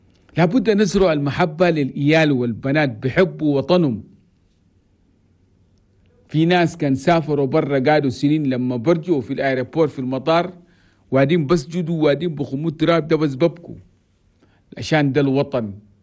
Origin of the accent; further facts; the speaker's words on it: Chad; فرحة كبيرة عشان بلدنا تشاد لقت الاستقلال. والعيد ده باقي ليا 3 يوم يوم الثلاثاء الجاي. لابد أننا تشاديين كلنا في ثلاثة الكون.